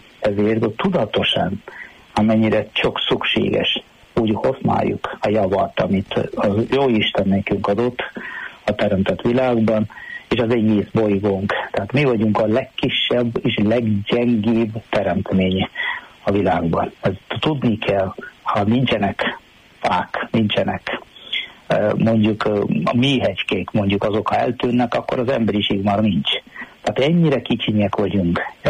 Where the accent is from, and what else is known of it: South India, India; Hungarian is a second language; moved away as an adult; now in Hungary